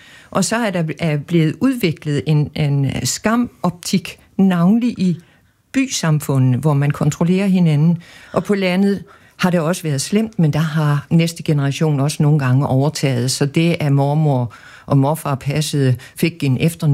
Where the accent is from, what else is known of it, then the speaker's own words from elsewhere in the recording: Capital Region of Denmark, Denmark; Jeg er vokset op på Bornholm, hvor der var et parallelt missionsmiljø, men jeg tilhørte et mere fritænkende.